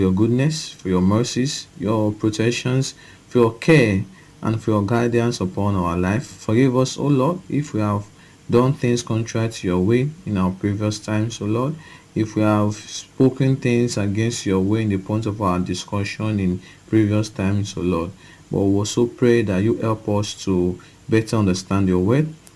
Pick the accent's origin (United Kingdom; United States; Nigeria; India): Nigeria; Okada, Edo; from Okada Town, Edo State, Nigeria.